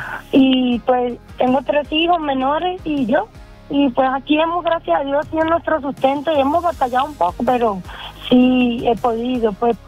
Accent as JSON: {"language": "Spanish", "country": "Venezuela", "lives_now": "United States", "said": "Yo soy de Venezuela."}